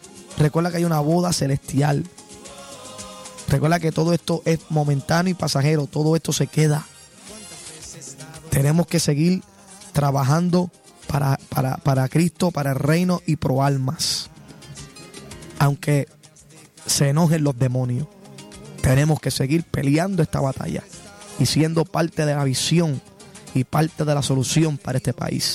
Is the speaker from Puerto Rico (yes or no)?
yes; Puerto Rico; como boricua y ciudadanos acá, ¿verdad?, que vivimos aquí